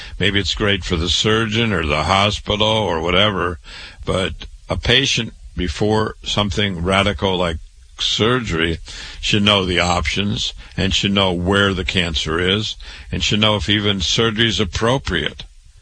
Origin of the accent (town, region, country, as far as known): Waterloo, Iowa, United States; born or raised there